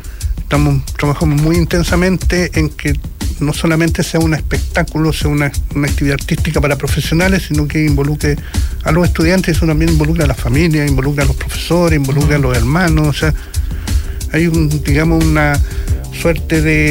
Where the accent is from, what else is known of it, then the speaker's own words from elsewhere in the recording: Antofagasta, Chile; also born or lived in Chuquicamata / Calama / Tocopilla; Nosotros somos profundamente de acá, de esta región. Más que antofagastino, sino que de este territorio, del desierto. O sea, yo llegué a los dueños a Chuquicamata, mi papá trabajó ahí. Vivo en Antofagasta, vivo en Calama, iba a veranear a Tocopilla.